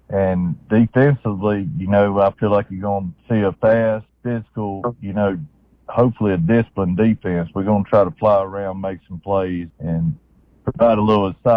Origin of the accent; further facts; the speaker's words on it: Luverne, United States; Born and raised in Luverne. You know, I graduated Luverne High School.